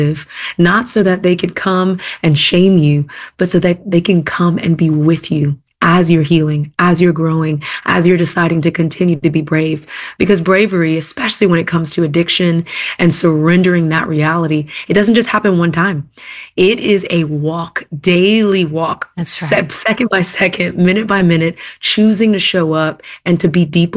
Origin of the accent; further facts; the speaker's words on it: Texas, United States; now in Atlanta, United States; I'm from Texas originally, and I moved to Atlanta, Georgia, maybe 14 years ago.